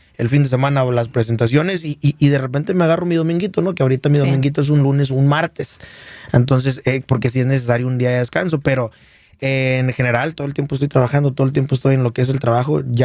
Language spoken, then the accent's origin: Spanish; Michoacán, Mexico; accent: Michoacán; Así como mi acento michoacano.